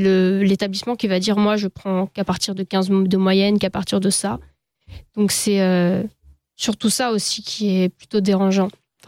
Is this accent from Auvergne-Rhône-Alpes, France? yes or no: yes; Grenoble, Auvergne-Rhône-Alpes, France; Par exemple, moi, bah, nous, on vient de Grenoble, on va avoir plus de chances d'y arriver que si on vient de Paris